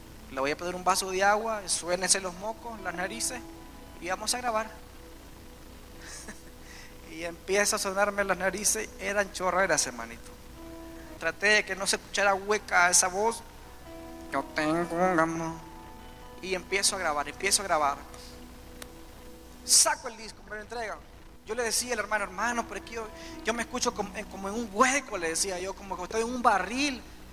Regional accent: Nicaragua; moved away; fue la canción que más me dio a conocer allá en mi país.

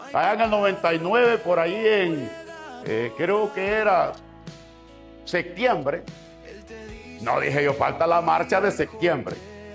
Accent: Ahuachapán, El Salvador; Se oyó la bulla en el cantoncito de donde soy, que no vengo de la ciudad. Vengo de un cantón, no me avergüenza decirlo. Y se llama Cara Sucia.

